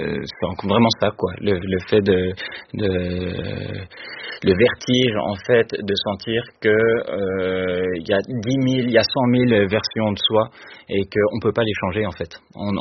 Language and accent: French; Quebec, Canada; accent: Québécois; Mais par exemple, moi qui ai grandi au Québec, quand je vais au Québec et je reprends progressivement mon accent québécois